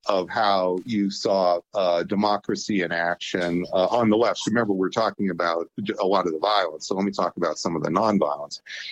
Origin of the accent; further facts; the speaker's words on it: Erie, Pennsylvania, United States; also born or lived in Pittsburgh; So I'm from Western PA. I'm from Erie, Pennsylvania.